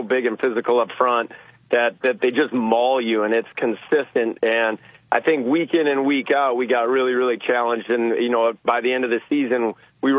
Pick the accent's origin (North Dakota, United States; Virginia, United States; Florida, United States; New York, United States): North Dakota, United States; Bismarck; my hometown of Bismarck